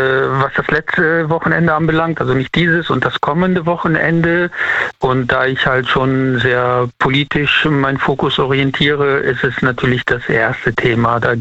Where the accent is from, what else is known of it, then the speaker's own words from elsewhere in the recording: Siegburg, North Rhine-Westphalia, Germany; Ich komme aus Siegburg.